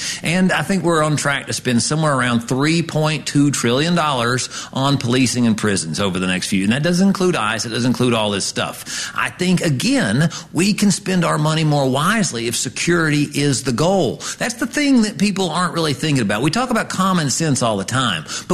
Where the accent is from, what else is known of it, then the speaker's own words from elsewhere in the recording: Appalachia, United States; as an Appalachian with a don't tread on me sign in my window